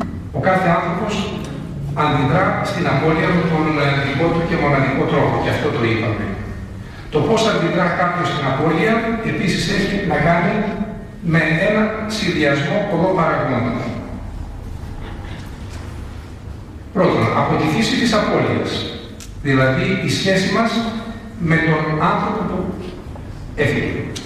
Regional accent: Preveza, Epirus, Greece; moved away; βρέθηκα στην Πρέβεζα, στην ιδιαίτερη πατρίδα μου

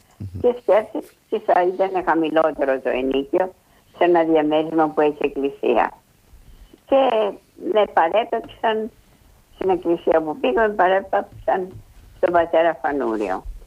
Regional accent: Athens, Attica, Greece; born there; now in Piraeus, Greece; Κοιτάξτε, εγώ Αθήνα γεννήθηκα. Αλλά βέβαια τώρα από χρόνια μένω στο Πειραιά.

